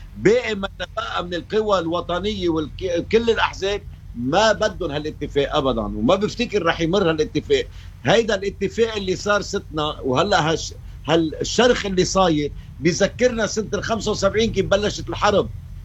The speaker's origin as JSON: {"language": "Arabic", "country": "Lebanon", "said": "لأنه نحن بيصير في عنا دفاع دولي بيدافع عن لبنان،"}